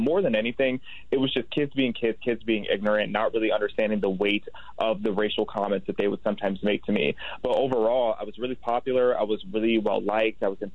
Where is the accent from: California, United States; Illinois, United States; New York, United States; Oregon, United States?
Illinois, United States; Pontiac; also born or lived in Chicago; So I was born in Southside Chicago, and then I grew up in the middle of nowhere cornfields of central Illinois, a small town called Pontiac.